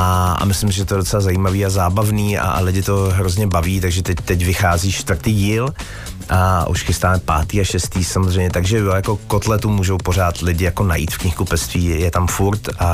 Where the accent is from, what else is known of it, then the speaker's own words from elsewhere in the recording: Sudetes, Czechia; protože jsem ze Sudet, jsem Sudeťák, prostě jsem z té oblasti, takže je to trochu takový jako vyznání rodnému kraji.